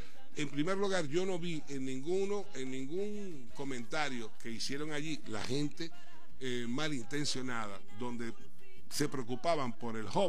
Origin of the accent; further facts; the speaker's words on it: Bolívar, Venezuela; nosotros como venezolanos, como bolivarenses